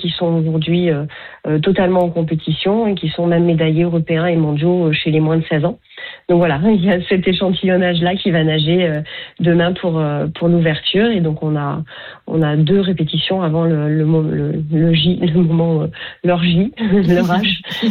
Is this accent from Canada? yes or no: no; France; Donc on est chez nous en France.